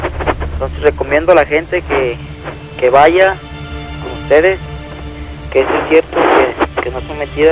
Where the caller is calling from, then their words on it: Guadalajara, Jalisco, Mexico; De aquí, Guadalajara.